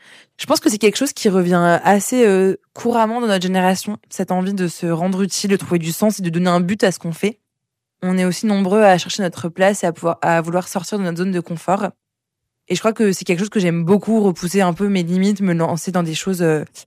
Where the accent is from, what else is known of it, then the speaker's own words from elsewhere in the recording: Île d'Oléron, Nouvelle-Aquitaine, France; moved away; also born or lived in Bordeaux; je suis française, je viens de l'île d'Oléron.